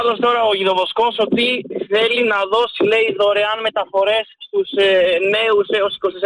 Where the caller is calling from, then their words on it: France; από τη Γαλλία.